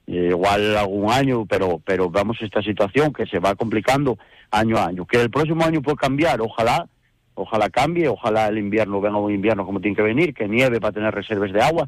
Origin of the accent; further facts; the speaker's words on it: Asturias, Spain; yo creo que como asturianos